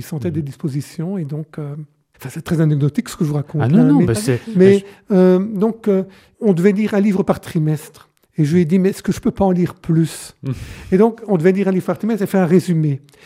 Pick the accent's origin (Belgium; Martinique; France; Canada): Belgium; Wallonia; born there; Alors je suis né plutôt à Potes, donc c'est une petite ville à quelques kilomètres de Tournai, dans le Tournaisis donc. Et mes parents étaient fermiers, paysans, comme on dit.